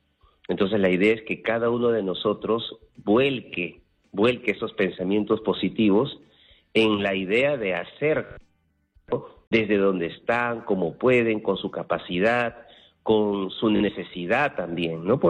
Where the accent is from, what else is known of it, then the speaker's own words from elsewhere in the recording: Peru; nosotros como peruanos, ¿no?, tenemos en cada una de nuestras regiones